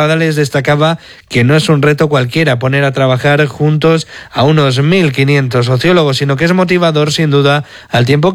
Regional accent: Erandio, Basque Country, Spain; soy de Erandio.

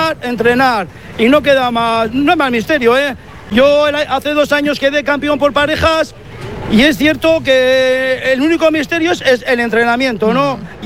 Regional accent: La Arboleda, Basque Country, Spain; A ver, yo soy de la Arboleda y suelo hacer algún torneo pues al cabo del año, ¿no?

